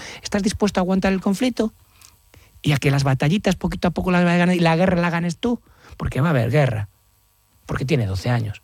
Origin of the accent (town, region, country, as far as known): Galicia, Spain